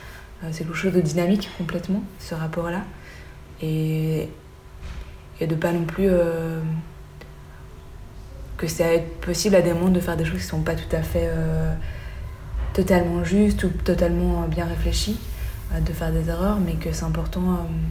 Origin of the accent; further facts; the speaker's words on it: Belgium; comme je suis belge